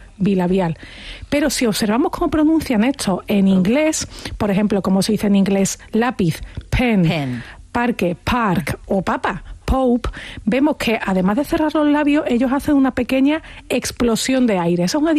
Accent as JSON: {"language": "Spanish", "region": "Andalusia", "country": "Spain", "said": "Para mí, como andaluza, pues las consonantes que están a final de sílaba tienden a no decirse o a modificarse."}